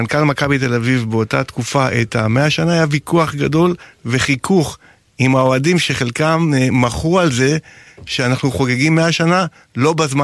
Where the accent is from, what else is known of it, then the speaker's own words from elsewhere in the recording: Bnei Brak, Tel Aviv District, Israel; אני גדלתי בבני ברק, לקח אותי להפועל פתח תקווה, למועדון הכדורגל פה פתח תקווה.